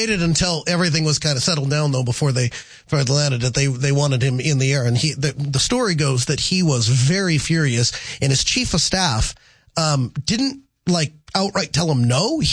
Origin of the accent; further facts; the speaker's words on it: North Dakota, United States; I tell them I'm from North Dakota